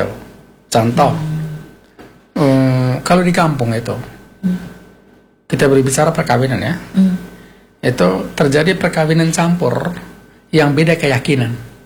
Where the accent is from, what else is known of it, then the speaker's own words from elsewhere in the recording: Flores, East Nusa Tenggara, Indonesia; now in Bukittinggi, Indonesia; Kami orang inti, kami orang Flores, orang miskin.